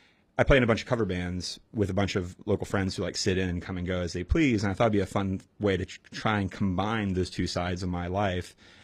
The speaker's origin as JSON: {"language": "English", "town": "Raleigh", "region": "North Carolina", "country": "United States", "tie": "born or raised there", "also_born_or_lived": "Chapel Hill", "lives_now": "Durham, United States", "said": "I grew up in Raleigh, went to school in Chapel Hill. I live in Durham now."}